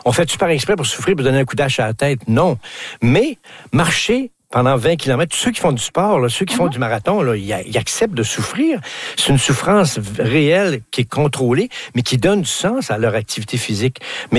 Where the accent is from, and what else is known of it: Quebec, Canada; accent: Québécois